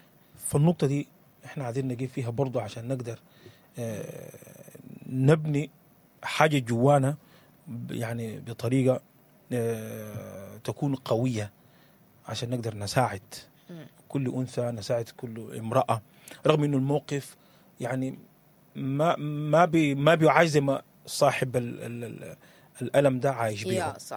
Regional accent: Sudan; إحنا محتاجينه في الوقت ده كسودانيين

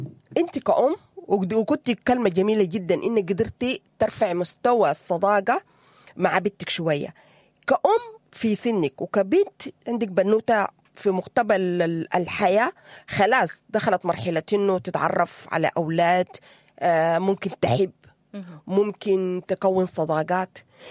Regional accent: Sudan; إحنا كمجتمع سوداني

